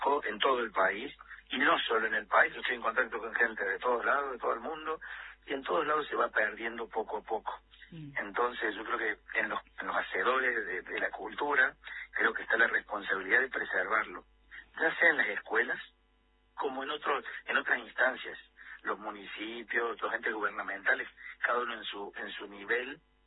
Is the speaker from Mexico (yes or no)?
no; Argentina; todo esto bueno que tenemos como argentinos